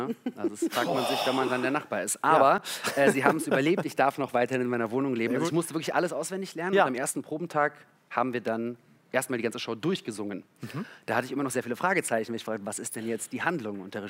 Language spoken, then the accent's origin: German; Berlin, Germany; Ich bin in Berlin-Neukölln aufgewachsen, also alles gut.